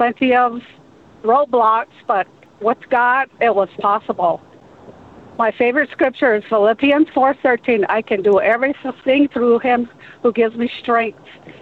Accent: United States; As a child growing up on the Navajo Reservation, I was, you know, I was in this little bubble that I only knew nature, the skies, the stars, the rain, the moon

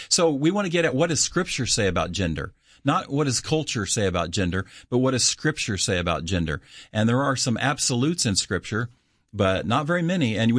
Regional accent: Kansas, United States; and I'm from Kansas. I grew up in Kansas.

